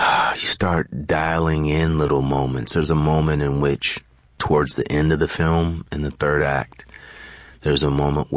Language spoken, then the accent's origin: English; California, United States; born or raised there